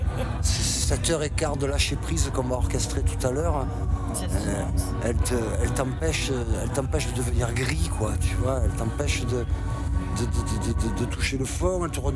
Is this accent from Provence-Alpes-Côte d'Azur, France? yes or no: yes; Marseille, Provence-Alpes-Côte d'Azur, France; Je suis souvent fier d'être Marseillais